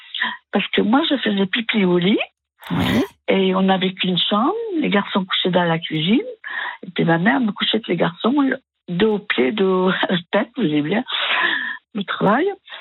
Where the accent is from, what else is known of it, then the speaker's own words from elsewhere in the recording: Cosne-Cours-sur-Loire, Bourgogne-Franche-Comté, France; je suis née à Cône.